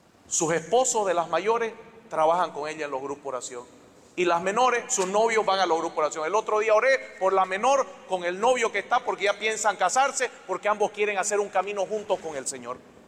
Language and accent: Spanish; Montero, Santa Cruz, Bolivia; yo nací en Montero, yo soy de Montero.